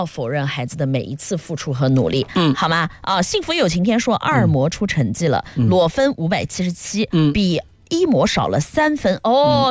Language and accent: Chinese; Nanjing, Jiangsu, China; 主要我是南京人